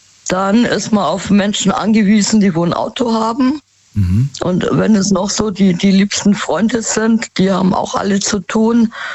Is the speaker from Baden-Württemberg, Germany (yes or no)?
no; Munich, Bavaria, Germany; born there; Aber ich komme gebürtig aus München, ja?